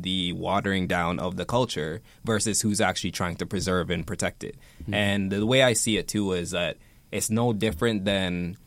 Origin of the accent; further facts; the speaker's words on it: Jamaica; being a Jamaican myself